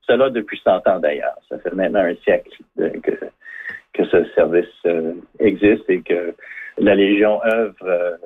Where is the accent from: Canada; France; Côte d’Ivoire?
Canada; en tant que Canadien.